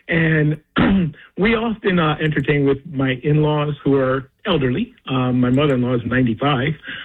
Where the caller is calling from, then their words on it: New Jersey, United States; We're from New Jersey